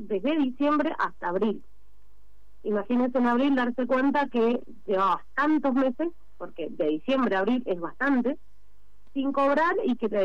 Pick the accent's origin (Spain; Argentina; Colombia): Argentina; San Martín; Yo en particular soy de San Martín.